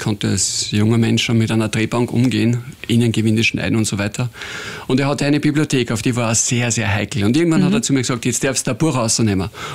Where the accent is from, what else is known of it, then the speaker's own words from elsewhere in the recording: Upper Austria, Austria; born there; Ich habe das Privileg gehabt, dass ich in der Kindheit viel am Land war, im Innviertel